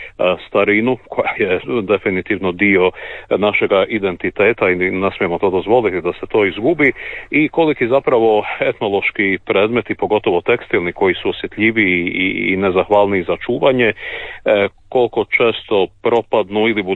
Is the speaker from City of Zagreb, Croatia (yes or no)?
yes; Vugrovec, City of Zagreb, Croatia; also born or lived in Varaždin; rođen sam u Varaždinu, moja obitelj, otac moj iz okolice Banca, evo sve druge godine živim u Vugrovcu, pa me nekako život malo više i srcem vezao za ovaj prigorski kraj. Tu sam evo odrastao, stasao, završio fakultet